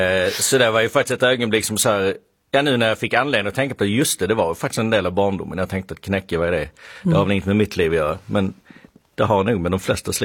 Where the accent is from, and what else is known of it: Skåne, Sweden